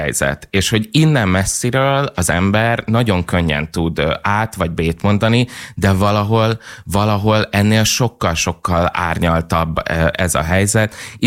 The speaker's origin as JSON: {"language": "Hungarian", "country": "Hungary", "said": "magyarként"}